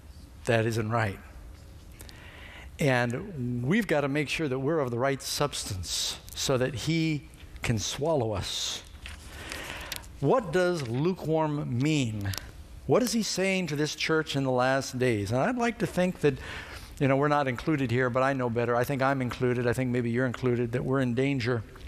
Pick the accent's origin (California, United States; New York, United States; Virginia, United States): California, United States; I'm from California. We eat Mexican food.